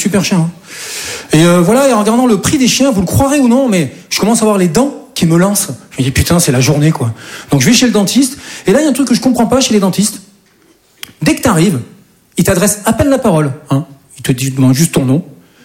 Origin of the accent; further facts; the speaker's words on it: Southern France, France; now in Paris, France; Je dis ça parce que moi, je viens du sud de la France. Et chez nous, c'est un peu plus tranquille, quoi. Et moi, voilà, je suis monté sur Paris, voilà, pour devenir comédien.